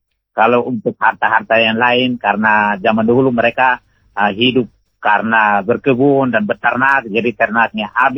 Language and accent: Indonesian; East Nusa Tenggara, Indonesia; kampung kami, karena kami ada juga di tengah-tengah Kabupaten PTS dan berdekatan juga dengan Timor Leste.